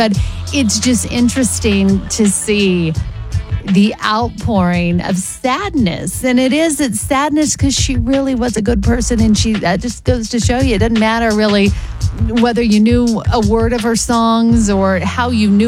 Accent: Oklahoma, United States; I grew up in Oklahoma.

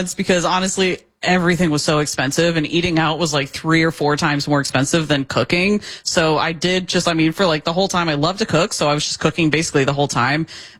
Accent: United States; So, I'm all American.

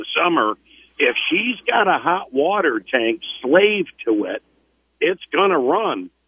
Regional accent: United States; I grew up in Wyoming County.

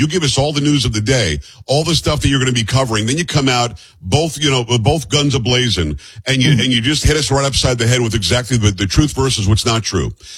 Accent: New York, United States; moved away; I'm from Metro New York originally.

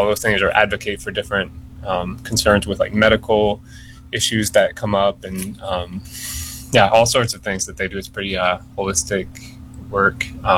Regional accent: Michigan, United States; I'm from Michigan, by the way.

